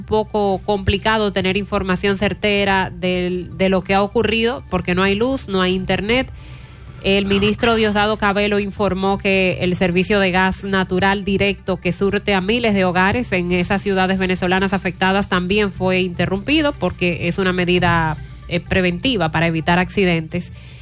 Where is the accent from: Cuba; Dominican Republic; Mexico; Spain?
Dominican Republic; A nosotros como dominicanos nos duele bastante.